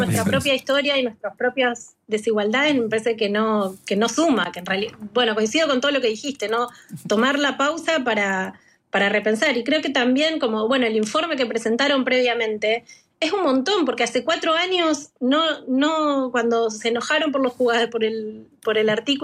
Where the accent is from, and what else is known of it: Argentina